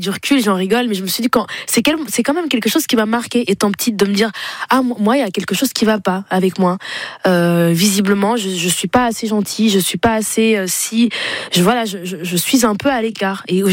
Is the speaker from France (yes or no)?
no; Flanders, Belgium; en plus moi j'ai grandi en Flandre, donc la partie flamande de la Belgique.